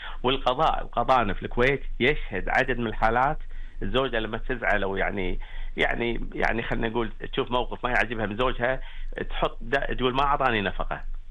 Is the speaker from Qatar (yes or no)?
yes; Qatar; عندنا في قطر